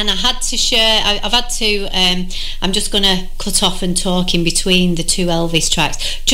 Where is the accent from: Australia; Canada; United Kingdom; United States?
United Kingdom; Wigan, North West England; moved away; also born or lived in Preston; Well, I come from Wigan originally, but I come from Preston, and I'd lived in Preston.